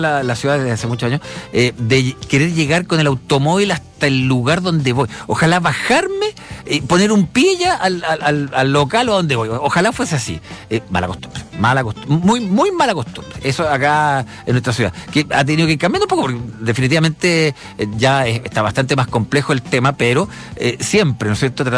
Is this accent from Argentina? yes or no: no; Chile; Claro, somos chilenos, qué sé yo, pero echándolo como la broma.